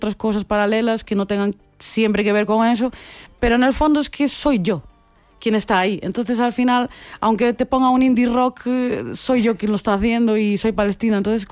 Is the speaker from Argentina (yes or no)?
no; Santiago de Compostela, Galicia, Spain; born there; que soy palestina y soy hija de migrantes y nací en Santiago de Compostela, mi familia está en Turquía.